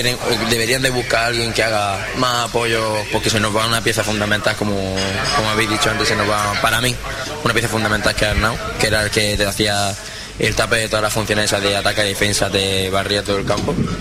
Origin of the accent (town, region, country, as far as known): Almería, Andalusia, Spain